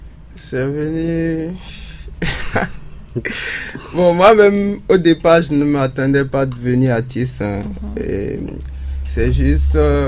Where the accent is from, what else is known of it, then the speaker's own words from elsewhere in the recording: Dassa-Zoumè, Collines, Benin; Je suis de des collines.